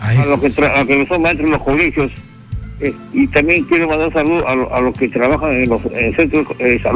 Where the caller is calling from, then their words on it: Sancos, Ayacucho, Peru; Ella es cuchana, santeña, cerca a Coracora, cerca a Puquio. Yo soy de ahí, yo soy también hijo de Ayacuchana.